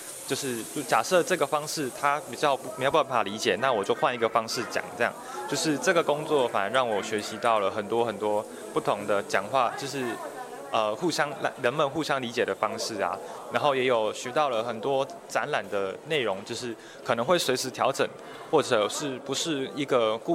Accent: Kaohsiung, Taiwan; moved away as an adult; now in Taitung, Taiwan; 因为我是高雄人，我在西部的时候，我甚至不常走出我家里

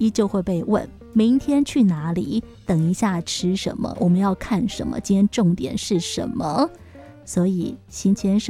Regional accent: Taiwan; 身为台湾人好像真的有一些就是异于常人的地方，

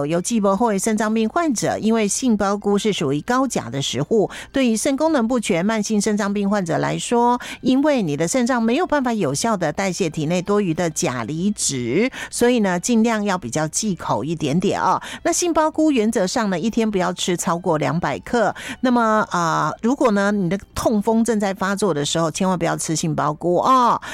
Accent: Taiwan; 我就要把我台湾人的口味葱姜蒜先爆香

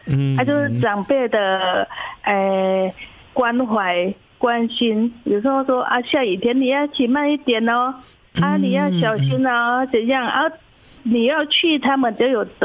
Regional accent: Thailand; Chinese is a second language; moved away; 就是在我们泰国那边的文化，我们就是说，我就是说啊，我从小就是妈妈，烤牛肉了怎样的给我们吃

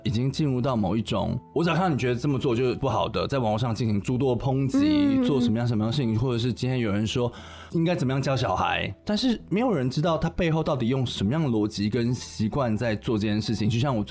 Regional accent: Taiwan

